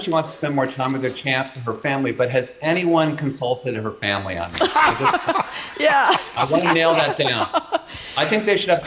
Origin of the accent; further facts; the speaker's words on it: Cleveland, Ohio, United States; I was probably 4 or 5. And I grew up in Cleveland, Ohio